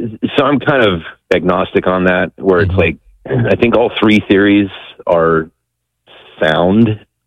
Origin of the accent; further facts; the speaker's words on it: San Diego, California, United States; born there; now in San Francisco, United States; born into the Jesus movement in San Diego in the late 70s.